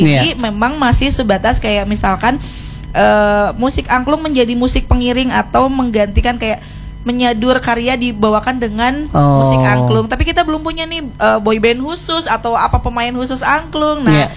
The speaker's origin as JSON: {"language": "Indonesian", "region": "West Java", "country": "Indonesia"}